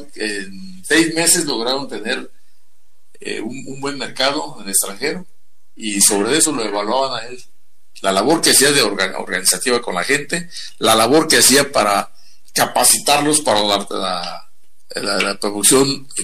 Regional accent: Apatzingán, Michoacán, Mexico; Yo me acuerdo de mi tierra en Apatzingán.

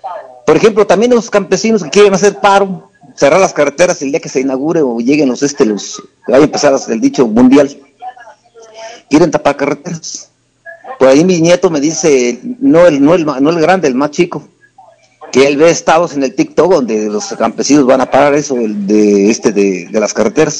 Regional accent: Mexico; moved away; also born or lived in United States

